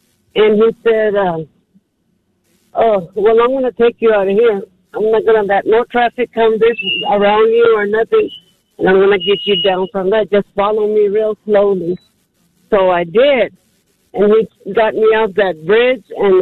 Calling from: San Angelo, Texas, United States; I'm from San Angelo

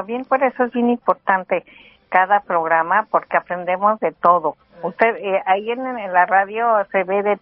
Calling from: Sacramento, California, United States; De aquí de Sacramento.

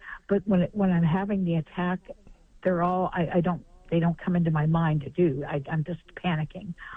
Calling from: Columbus, Ohio, United States; Hi, I'm calling from the Columbus, Ohio area.

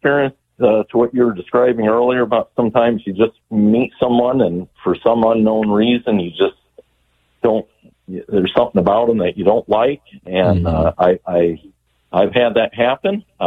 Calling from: Dayton, Ohio, United States

